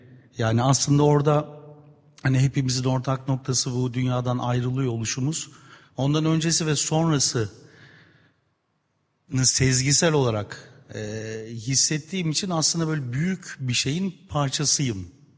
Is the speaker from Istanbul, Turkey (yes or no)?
yes; Istanbul, Turkey; born there; Annem gelmiş Karamanoğullarından Girit'e, oradan İzmir'e, oradan Trabzon'a. Ben doğmuşum İstanbul'da. İşte nereliyim? İşte buralıyız.